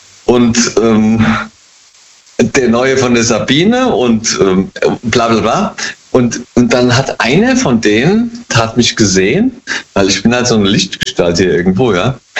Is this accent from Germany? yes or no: yes; Hesse, Germany; Aus dem Rheingau, immer noch.